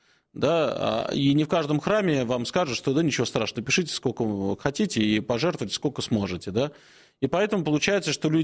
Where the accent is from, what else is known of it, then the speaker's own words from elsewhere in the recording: Moscow, Russia; Так как речь про Москву, а это моя родина, мой родной город, Богдан.